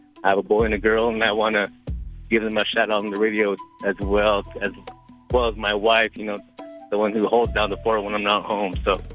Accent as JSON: {"language": "English", "town": "Shiprock", "region": "New Mexico", "country": "United States", "said": "I'm from New Mexico, Shiprock, New Mexico."}